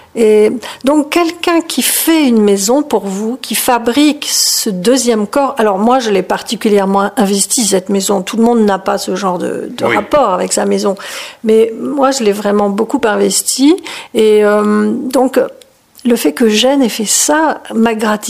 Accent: Marseille, Provence-Alpes-Côte d'Azur, France; now in Paris, France; toujours vécu dans les grandes villes, je viens de un peu nulle part, de la Méditerranée, j'ai grandi à Marseille

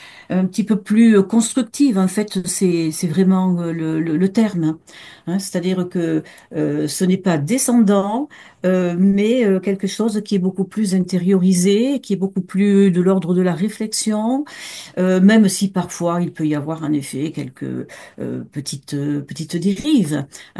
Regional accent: Montpellier, Occitanie, France; Je suis de l'Hérault, je suis montpelliéraine.

